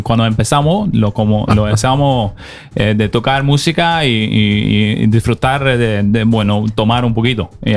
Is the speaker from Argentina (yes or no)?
no; Oslo, Akershus, Norway; Spanish is a second language; Sí, yo soy acá de Oslo.